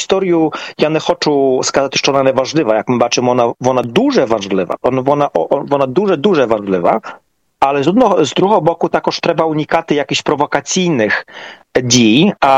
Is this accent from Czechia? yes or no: no; Poland; ви українці, і ми поляки